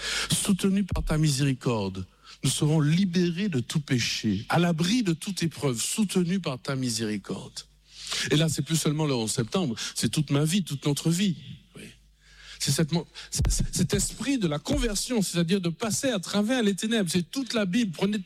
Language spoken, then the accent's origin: French; Martinique